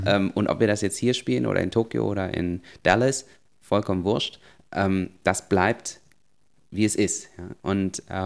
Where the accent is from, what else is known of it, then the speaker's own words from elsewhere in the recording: Germany; born there; Also ich selber, ich bin geboren in Deutschland von einem sogenannten bio-weißen deutschen Vater und einer koreanischen Mutter.